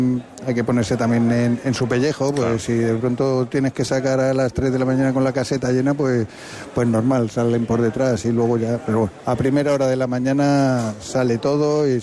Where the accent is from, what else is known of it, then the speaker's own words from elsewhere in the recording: Madrid, Community of Madrid, Spain; Yo soy madrileño y dicen, hay que ver dos días largos que se pegan allí.